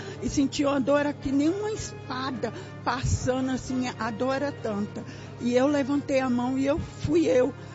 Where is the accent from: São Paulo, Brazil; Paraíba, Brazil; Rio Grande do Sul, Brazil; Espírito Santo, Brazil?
São Paulo, Brazil; Jardinópolis; Eu sou de Jardinópolis, mas eu estou alguns dias aqui, mas eu já estou voltando.